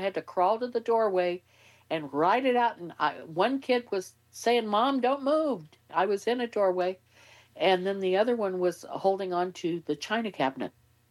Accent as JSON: {"language": "English", "region": "California", "country": "United States", "said": "Yeah, I'm from California."}